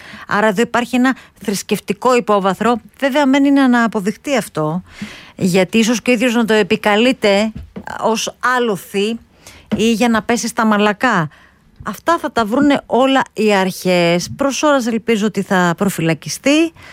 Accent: Magoula, Greece; Θυμάμαι ως πιτσιρέκι που πήγαινα στη Μαγούλα γιατί εκεί ήταν το χωριό μου.

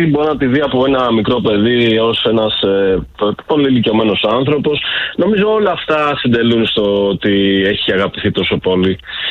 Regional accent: Agrinio, Western Greece, Greece; μην ξεχνάτε ότι είμαι και από Αγρίνιο, οπότε εκεί πέρα φημιζόμαστε για το κρέας.

